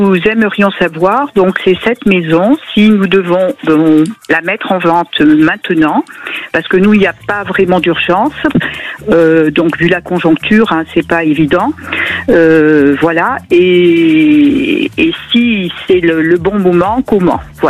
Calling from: Auvergne-Rhône-Alpes, France; Alors, je vous appelle de Puy-de-Dôme, dans le 63.

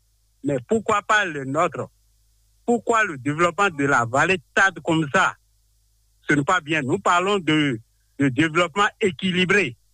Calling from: Ouémé, Benin; Je vous appelle à Guémila, arrondissement d'Azorité, commune d'Adion.

